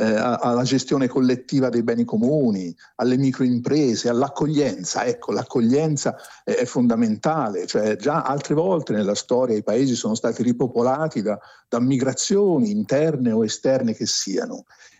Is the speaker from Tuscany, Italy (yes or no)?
yes; Tuscany, Italy; entrambi viviamo ancora oggi nel paese dove siamo nati, io in Toscana